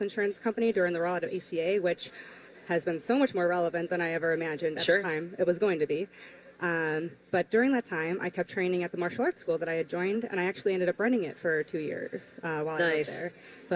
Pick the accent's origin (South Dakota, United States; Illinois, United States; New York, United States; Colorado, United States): Illinois, United States; Bolingbrook; Not in McHenry County. I grew up in Will County. So I'm originally from Bolingbrook, Illinois.